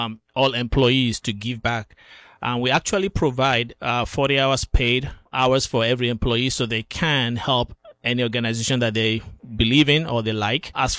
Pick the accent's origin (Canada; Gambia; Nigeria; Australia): Nigeria; moved away as an adult; now in Hudson Valley, United States; Originally, I'm from Nigeria. I moved to the U.S. Over 20 years ago.